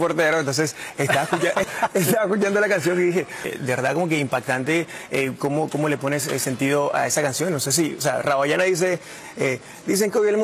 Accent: Colombia; moved away; also born or lived in Buenaventura, Colombia; yo soy colombiano también, me crecí en la costa, nací en Buenaventura.

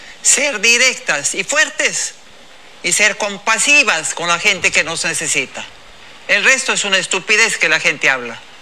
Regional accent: Peru; Todos acá somos peruanos.

